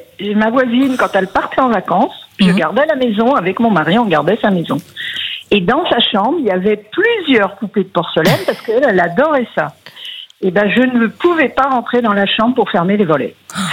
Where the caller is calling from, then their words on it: Brittany, France; puisque moi je suis de Bretagne.